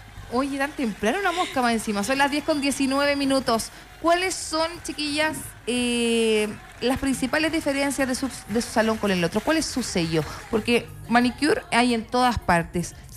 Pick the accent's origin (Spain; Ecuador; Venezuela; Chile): Chile; also born or lived in Mexico; la mujer chilena es como todo rápido. Acá nosotros vivimos al límite, entonces no lo hacíamos. Yo tuve la oportunidad de vivir 8 años en México